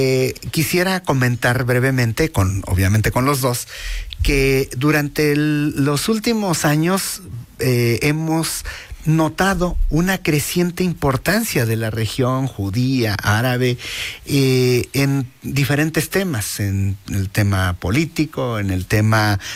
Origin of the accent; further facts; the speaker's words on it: Mexico; nosotros como mexicanos.